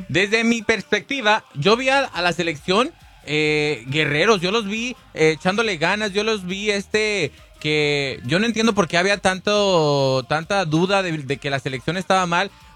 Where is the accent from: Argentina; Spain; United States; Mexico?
Mexico; sigamos siendo orgullosamente mexicanos